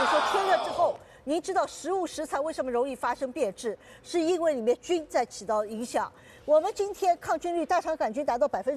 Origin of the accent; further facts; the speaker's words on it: China; 而且我们中国人有喝温水的习惯，